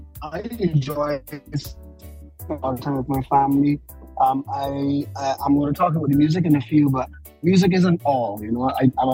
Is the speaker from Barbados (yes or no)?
yes; Barbados; I'm from Barbados.